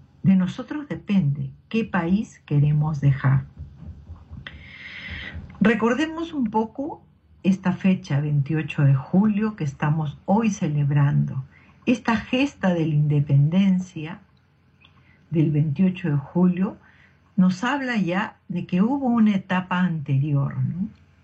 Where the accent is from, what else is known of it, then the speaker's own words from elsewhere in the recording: Peru; born there; nazcamos en esta tierra peruana tan bendecida